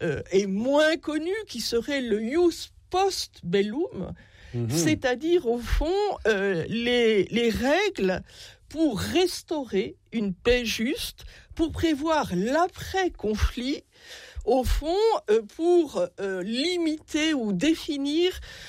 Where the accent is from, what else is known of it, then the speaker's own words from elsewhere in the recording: France; je mentionnerai au passage, parce que nous sommes français, le philosophe Jean-Jacques Rousseau